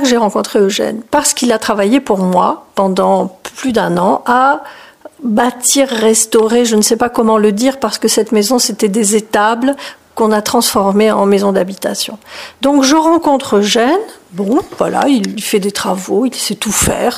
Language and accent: French; Marseille, Provence-Alpes-Côte d'Azur, France; now in Paris, France; toujours vécu dans les grandes villes, je viens de un peu nulle part, de la Méditerranée, j'ai grandi à Marseille